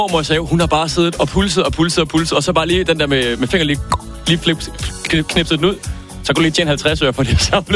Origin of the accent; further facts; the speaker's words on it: Holstebro, Central Denmark Region, Denmark; blev min mor kæreste med en iransk mand, der selvfølgelig skulle have pizzeria i Holstebro, der hvor jeg kommer fra.